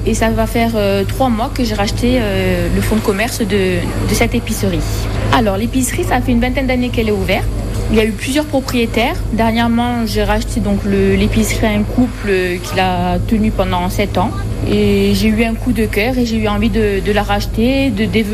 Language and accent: French; Pietracorbara, Corsica, France; now in Corsica, France; À la base, je suis de Pietra Corba. Je travaille sur Bastia dans un hôtel-restaurant.